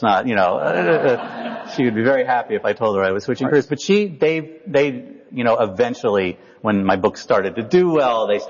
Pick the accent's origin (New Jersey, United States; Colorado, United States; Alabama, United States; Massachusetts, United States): New Jersey, United States; Princeton; born there; I was born in Princeton, New Jersey.